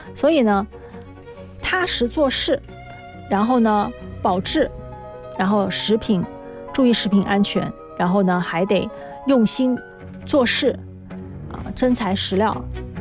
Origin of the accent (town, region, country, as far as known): Guangdong, China